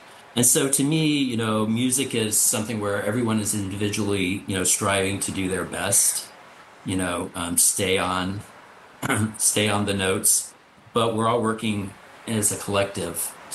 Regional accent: Atlanta, Georgia, United States; moved away as an adult; now in Washington, D.C., United States; I grew up in Atlanta, Georgia.

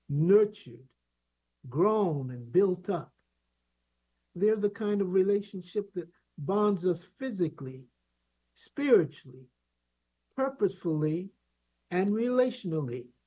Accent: Savannah, Georgia, United States; as a young man growing up in Savannah, Georgia.

